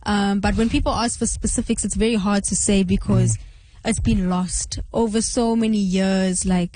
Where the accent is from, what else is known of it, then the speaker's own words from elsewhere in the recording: South Africa; Internationally, that's like a derogatory term, mm-hmm. you know, but for us, that's our race.